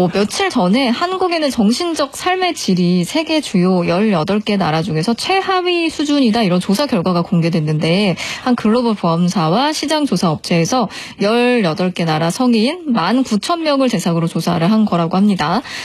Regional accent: South Korea

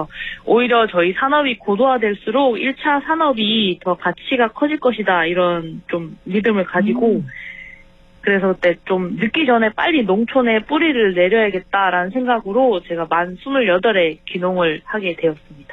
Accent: Busan, South Korea; moved away as an adult; now in Sangju, South Korea; 저는 부산이 고향이고요. 저희 상주는 아버지 고향으로

